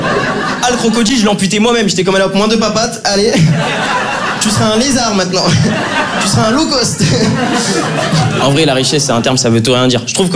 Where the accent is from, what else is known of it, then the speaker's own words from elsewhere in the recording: Draguignan, Provence-Alpes-Côte d'Azur, France; now in Lyon, France; moi, je viens de Draguignan. Donc, partout où je suis en France, je suis content d'être là.